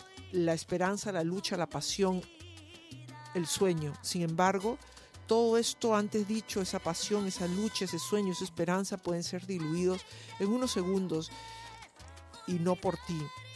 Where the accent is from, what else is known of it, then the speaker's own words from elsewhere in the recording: Peru; now in United States; me dolió muchísimo como peruana